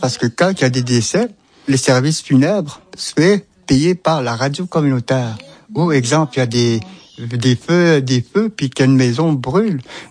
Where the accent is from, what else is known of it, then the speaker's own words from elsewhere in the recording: Pessamit, Quebec, Canada; Je suis natif de Pessamit.